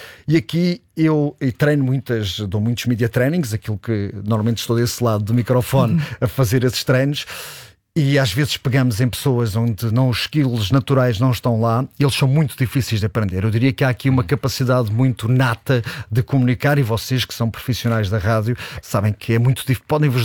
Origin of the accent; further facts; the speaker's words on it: Alentejo, Portugal; moved away as an adult; now in Lisbon, Portugal; vivi fora de Lisboa há muitos anos, sou alentejano e portanto vim para Lisboa já bastante tarde